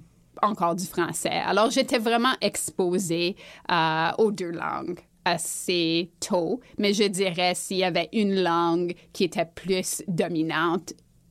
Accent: Manitoba, Canada; accent: Manitoban; comme au Manitoba, j'ai un accent manitobain.

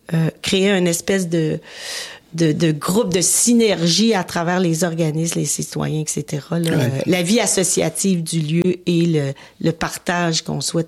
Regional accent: Laval, Quebec, Canada; born there; moi, je suis une Lavalloise, je vous le dis, là, je suis née à Laval, à environ à 20 minutes du lieu qu'on transforme. Puis je suis fière de ma ville.

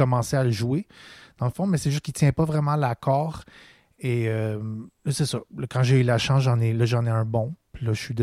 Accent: Turkey; Oui, c'est ça. Je suis turc. Donc, je l'ai acheté au bazar en Turquie, puis c'est ça.

